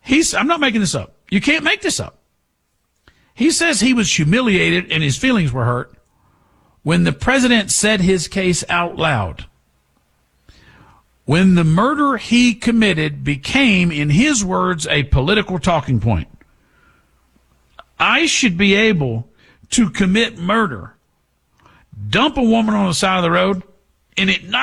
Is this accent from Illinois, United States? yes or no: no; Texas, United States; I'm from Deep East Texas. We don't say aunt like … or an ant pile. We say ain't.